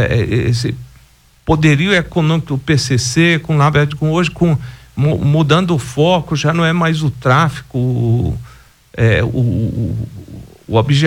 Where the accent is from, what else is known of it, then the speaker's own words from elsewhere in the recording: Goiás, Brazil; eu sou goiano